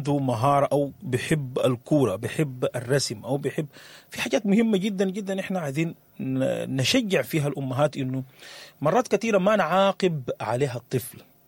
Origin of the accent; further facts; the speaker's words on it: Sudan; احنا كتار كسودانيين الحاجة دي ما قاعدين ننتبه لها